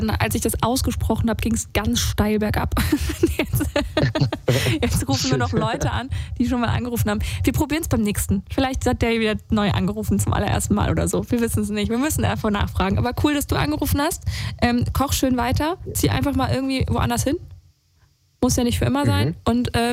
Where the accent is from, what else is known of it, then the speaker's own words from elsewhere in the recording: Saarland, Germany; moved away as an adult; also born or lived in Austria / Croatia; now in Berlin, Germany; Und ich komme nicht aus Berlin, also ich komme eigentlich aus dem Saarland, der so ganz JWD. Und deswegen, und habe zwischendurch aber auch einfach mal ein halbes Jahr in Kroatien gewohnt